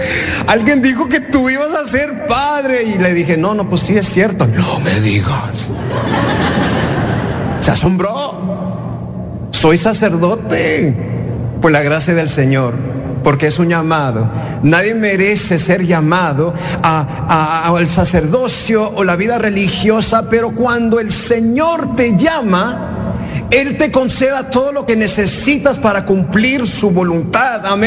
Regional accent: New York, United States; yo vengo de Nueva York

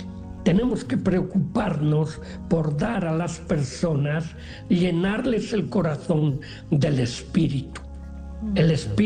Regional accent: Valladolid, Castile and León, Spain; Soy de Valladolid, es en la parte centro-norte de España

